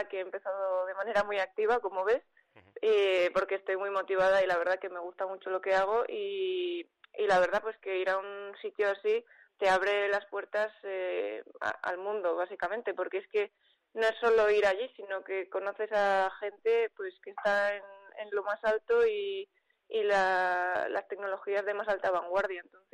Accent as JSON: {"language": "Spanish", "region": "Navarre", "country": "Spain", "lives_now": "Soria, Spain", "said": "No, yo soy de Navarra."}